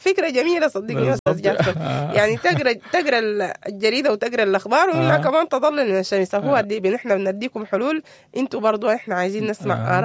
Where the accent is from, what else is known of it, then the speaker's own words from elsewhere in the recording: Sudan; هل إحنا كشعب سوداني في الوقت الجاي ده محتاجين نعرف أكتر